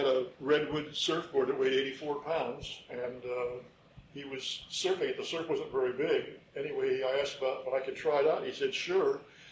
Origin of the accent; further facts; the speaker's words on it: Oxnard, California, United States; I was born in Oxnard, 1928. Halloween. I went to kindergarten here. I went to Sheridan Way Grammar School here. I went to Cabrillo Junior High here. I went to Ventura High and graduated from Ventura College.